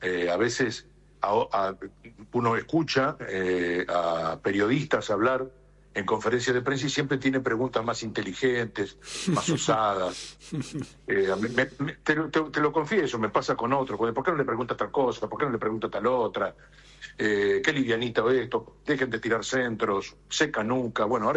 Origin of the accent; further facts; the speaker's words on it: Santa Fe Province, Santa Fe, Argentina; nos intercambiamos unas emociones como santafesinos que somos también